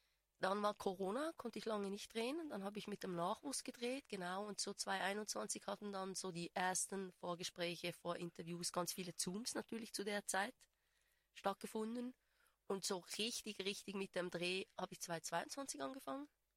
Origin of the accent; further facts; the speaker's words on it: Einsiedeln, Schwyz, Switzerland; ich komme aus Einsiedeln